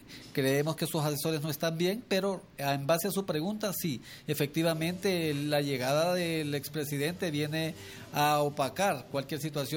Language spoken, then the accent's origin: Spanish; Honduras; now in El Progreso, Honduras; nosotros como hondureños